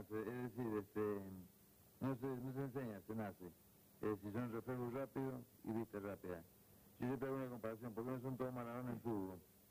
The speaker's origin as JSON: {"language": "Spanish", "country": "Argentina"}